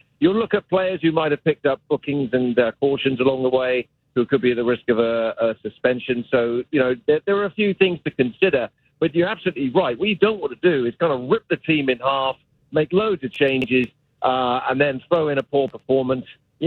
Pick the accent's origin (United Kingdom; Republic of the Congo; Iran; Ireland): United Kingdom; England; moved away as an adult; now in United States; And I say that as an Englishman, you know, who now lives and works in America.